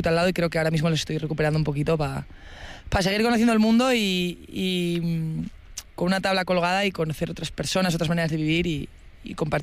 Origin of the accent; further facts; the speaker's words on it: Getxo, Basque Country, Spain; soy de Guecho